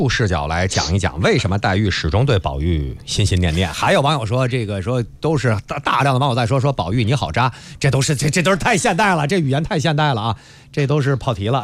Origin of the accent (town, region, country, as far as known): China